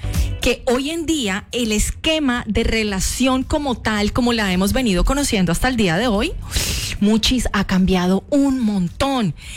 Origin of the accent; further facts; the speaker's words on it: Colombia; en Colombia ni se diga, porque en mi país hay mucha gente viviendo así